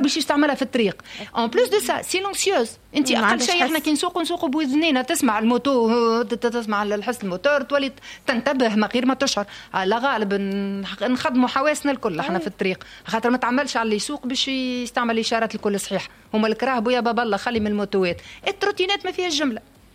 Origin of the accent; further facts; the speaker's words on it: Sahel, Tunisia; عندنا في الساحل